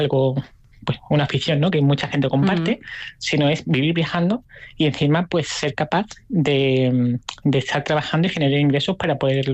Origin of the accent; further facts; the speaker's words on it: Málaga, Andalusia, Spain; moved away as an adult; also born or lived in United States; soy originalmente de Málaga y me fui de Málaga hace bastante tiempo, con 20 años, y estoy viviendo en diferentes lugares y viví 5 años en Estados Unidos